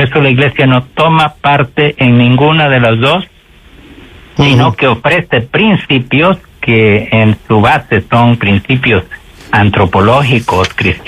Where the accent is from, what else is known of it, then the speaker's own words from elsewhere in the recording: Nicaragua; Porque yo lo comprendí incluso estando... yo soy de Nicaragua, ¿no?